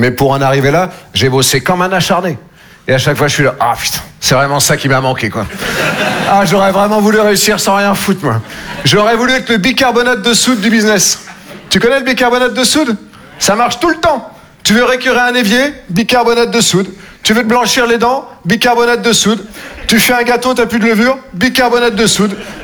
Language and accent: French; Nouvelle-Aquitaine, France; Moi, je viens des Deux-Sèvres. Je sais pas si vous connaissez. Entre la Vienne et la Vendée.